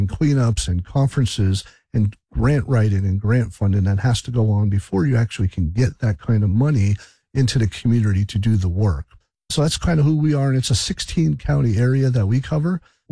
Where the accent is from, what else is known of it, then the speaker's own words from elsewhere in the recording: Wilkes-Barre, Pennsylvania, United States; I'm a lifelong resident here of the Wyoming Valley. I was born and raised in Wilkes-Barre, so this is my backyard here.